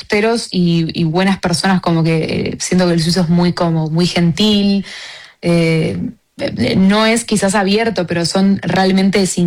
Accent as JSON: {"language": "Spanish", "country": "Argentina", "moved": "as an adult", "lives_now": "Switzerland", "said": "Soy como muy argentina, que me gusta mucho como el folclore argentino"}